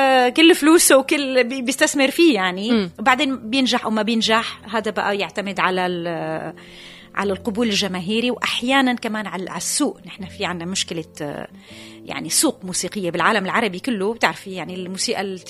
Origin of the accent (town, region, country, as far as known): Syria; also born or lived in Paris, France